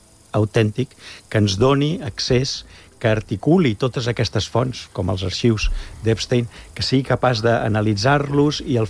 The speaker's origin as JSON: {"language": "Catalan", "region": "Catalonia", "country": "Spain", "said": "Evidentment, no només la traducció, sinó que ho hem de reivindicar com a catalans, perquè els catalans portem en el nostre ADN"}